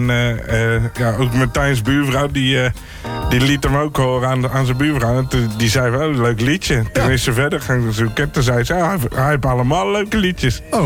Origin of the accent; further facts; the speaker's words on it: Utrecht, Netherlands; Ik ben een Utrechter